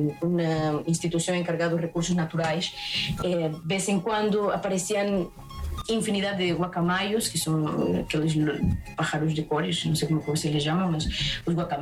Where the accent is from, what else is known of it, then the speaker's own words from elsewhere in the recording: Amazon area, Peru; Portuguese is a second language; Mas sim, e por acaso, de onde eu sou, que é o rio Ucayali.